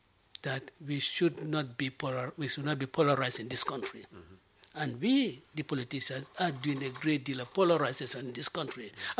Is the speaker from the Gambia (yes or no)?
yes; Banjul, Gambia; When I grew up in Half-Die.